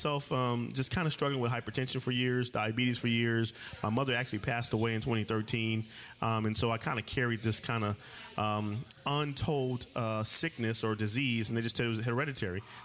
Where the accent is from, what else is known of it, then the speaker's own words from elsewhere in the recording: Pomona, California, United States; now in Temecula, United States; I am from Pomona, California, but I actually reside in Temecula, California, the newest Southern California winery area.